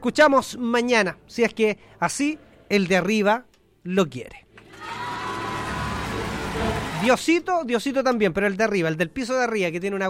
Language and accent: Spanish; Sagrada Familia, Maule, Chile; Este es de una banda de mi pueblo que se llama